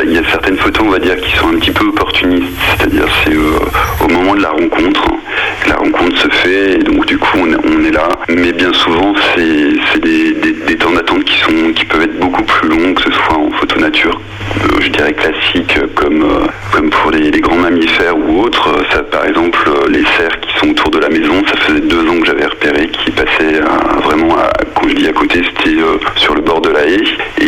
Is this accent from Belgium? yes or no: no; eastern France, France; moved away; Je viens de l'est de la France, donc les cigognes je connaissais